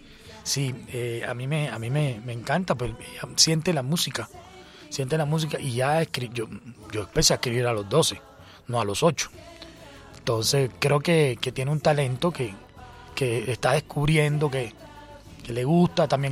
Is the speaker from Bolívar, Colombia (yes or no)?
yes; Cartagena, Bolívar, Colombia; mi tierra, Cartagena de Indias, un álbum que es inspirado en mi ciudad, que ha sido toda la vida. A mí siempre me ha inspirado Cartagena.